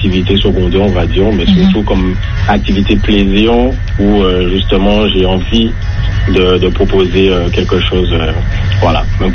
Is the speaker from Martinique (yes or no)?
yes; Sainte-Luce, Martinique; j'ai 26 ans, je suis de Sainte-Luce.